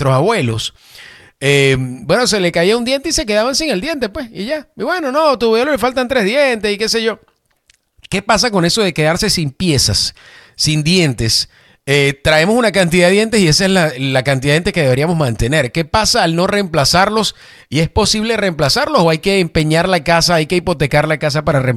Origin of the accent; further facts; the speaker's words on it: Venezuela; Yo soy venezolano